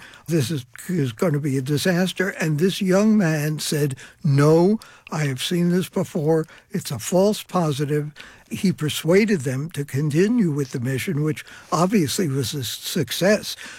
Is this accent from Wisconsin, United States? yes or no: no; Brooklyn, New York, United States; Well, I come from a culture growing up in Brooklyn where death was denied.